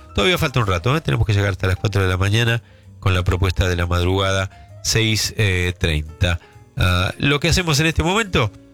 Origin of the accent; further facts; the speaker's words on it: La Rioja, Argentina; now in Buenos Aires, Argentina; yo soy riojano